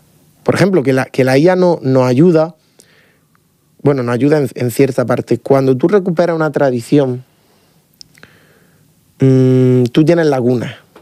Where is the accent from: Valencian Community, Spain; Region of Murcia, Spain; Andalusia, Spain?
Region of Murcia, Spain; Lorca; una mujer de aquí del estudio que es paisana mía, de ahí de Lorca